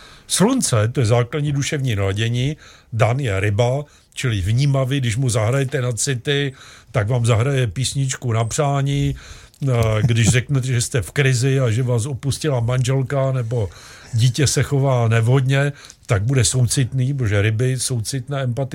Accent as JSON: {"language": "Czech", "town": "Ostrava", "region": "Moravian-Silesian Region", "country": "Czechia", "tie": "born or raised there", "also_born_or_lived": "Opava", "said": "Narodil jsem se v Opavě, ale vyrůstal v Ostravě"}